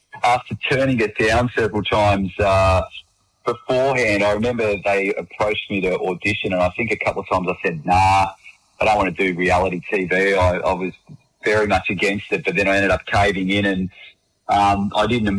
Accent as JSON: {"language": "English", "region": "Tasmania", "country": "Australia", "tie": "born or raised there", "moved": "as an adult", "said": "I've got great memories growing up in Tassie, and you know, as we'll probably talk about shortly, I'm heading back down there to launch the new album."}